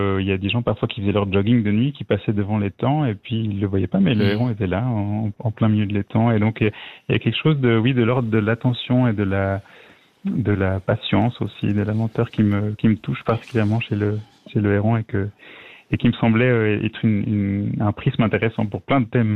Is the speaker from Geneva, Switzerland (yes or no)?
no; Lausanne, Vaud, Switzerland; born there; now in Vevey, Switzerland; je suis né à Lausanne, j'ai passé maintenant j'habite à Vevey, mais j'ai habité 20 ans là-bas.